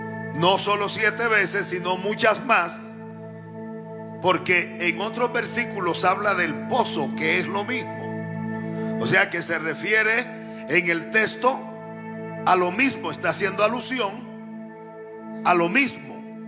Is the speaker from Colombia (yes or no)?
yes; Córdoba, Colombia; born there; now in Medellín, Colombia; estoy hablando del pueblo donde yo nací, en el departamento de Córdoba.